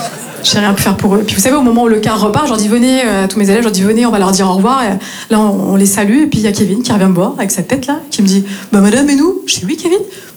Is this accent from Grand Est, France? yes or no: yes; Grand Est, France; now in Marseille, France